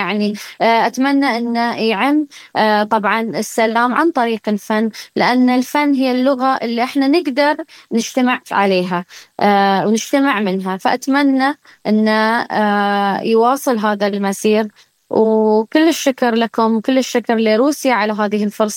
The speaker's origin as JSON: {"language": "Arabic", "country": "Bahrain", "said": "إحنا بحرينيين"}